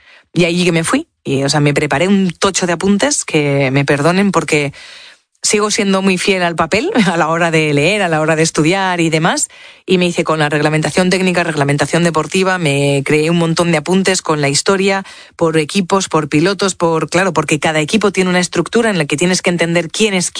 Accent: Spain

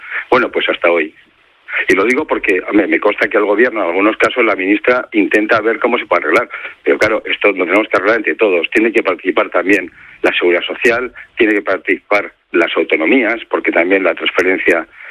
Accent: Basque Country, Spain; donde más absentismo hay en España es en mi tierra, en el País Vasco, y es donde los salarios son más altos.

